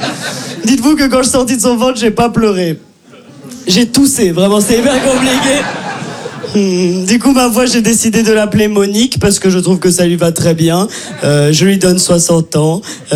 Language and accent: French; Brussels, Belgium; accent: Brussels